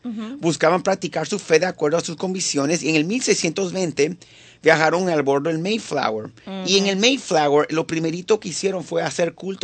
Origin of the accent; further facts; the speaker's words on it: Venezuela; now in United States; yo como venezolano